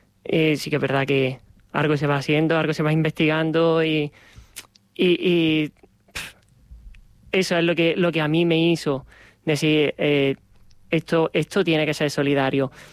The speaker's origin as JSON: {"language": "Spanish", "town": "Montefrío", "region": "Andalusia", "country": "Spain", "tie": "born or raised there", "moved": "as an adult", "lives_now": "Talavera de la Reina, Spain", "said": "Voy a Montefrío. Al final yo soy de allí, yo aquí llevo 10 añitos."}